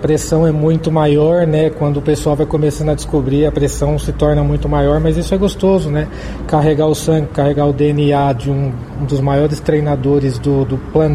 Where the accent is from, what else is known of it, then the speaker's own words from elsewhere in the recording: Brazil; born there; Eu sou nascido no Brasil, o italiano da minha família é meu tataravô